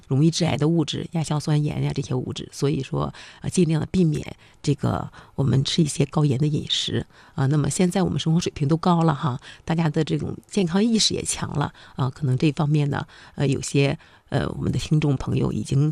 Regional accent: China

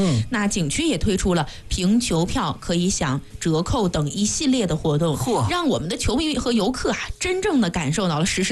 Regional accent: Manzhouli, Inner Mongolia, China; 我的家乡。

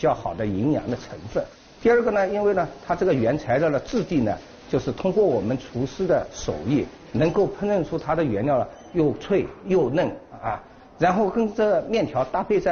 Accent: Hangzhou, Zhejiang, China; 像我这样土生土长的杭州人

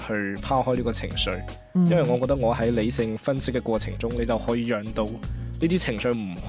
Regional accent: Guangzhou, Guangdong, China

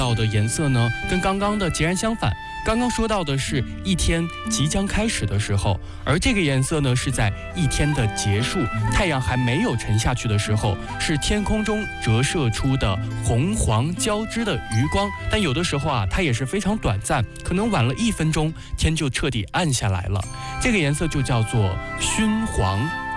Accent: China

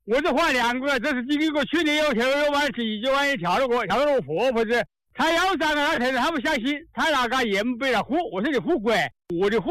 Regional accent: Honghu, Hubei, China; now in Panjin, China; 我是洪湖的，我原来是洪湖啊

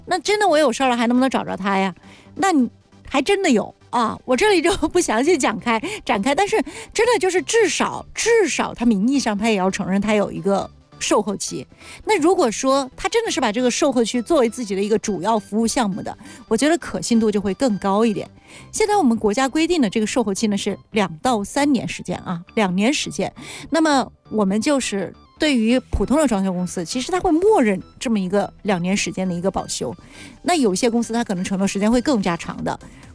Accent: China

